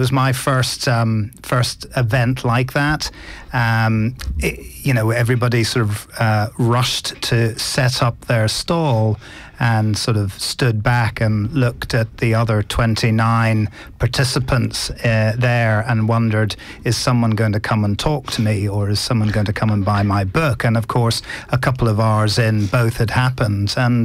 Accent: Ireland; I think I'm from Ireland, and I think we've got about, somebody told me we've got about 20, between 20 and 30 different words for describing the type of rain.

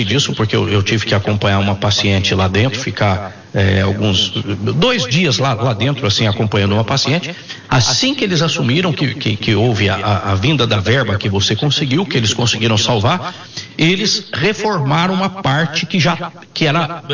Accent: Minas Gerais, Brazil; now in Campinas, Brazil; Eu vim de Minas, né?

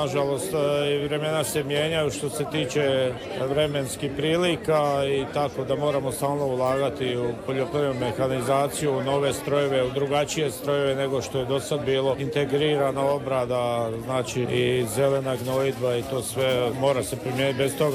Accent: Koritna, Osijek-Baranja County, Croatia; OPG, dolazim iz Slavonije, od Đakova, selo Koritna.

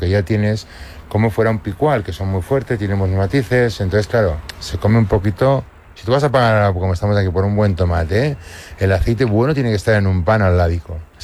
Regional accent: Navarre, Spain; como soy de Navarra y somos bastante tradicionales

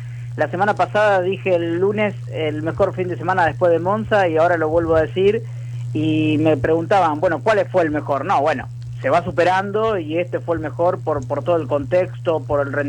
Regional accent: Argentina; nosotros somos argentinos

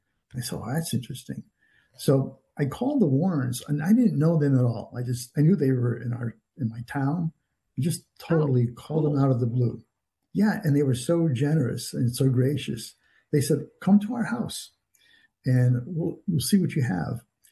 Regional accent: Connecticut, United States; I grew up in New England, Connecticut specifically

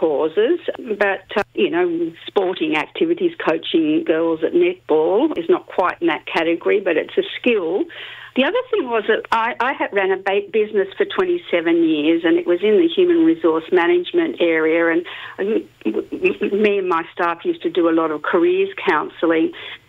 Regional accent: Sydney, New South Wales, Australia; born there; also born or lived in Melbourne; now in Canberra, Australia; Yes, I was born in Sydney, moved to Canberra and then moved to Melbourne for a while and then moved back to Canberra.

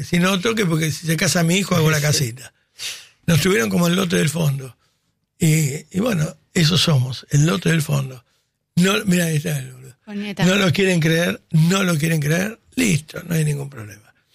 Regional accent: Argentina; si seguimos siendo argentinos

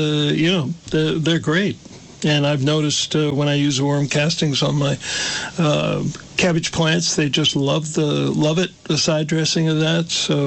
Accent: United States; I grew up right around Amish country, and they're certainly, they still stand by their horse and buggies

